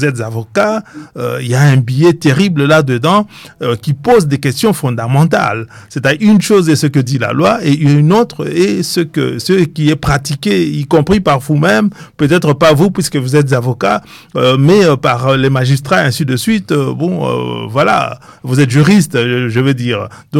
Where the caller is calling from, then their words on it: Belgium; Non, non, moi je suis en Belgique, hein, ouais.